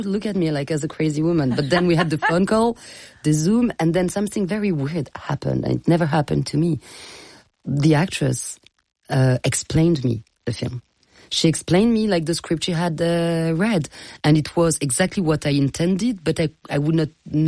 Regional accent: United States; now in Paris, France; So, as an American person living, like an American Jew living in Paris

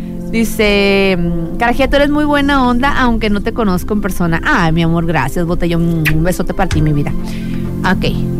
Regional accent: Mexico; Nos unió a todos como mexicanos.

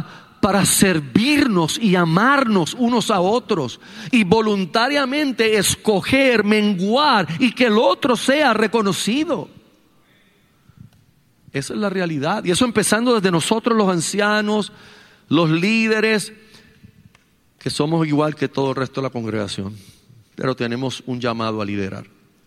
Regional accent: Carolina, Puerto Rico; cuando yo me crié en Carolina

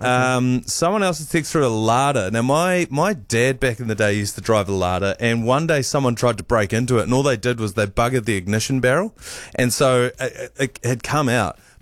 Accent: New Zealand; I feel like it's a rite of passage as a Kiwi to own a Toyota Corolla at some point in your life.

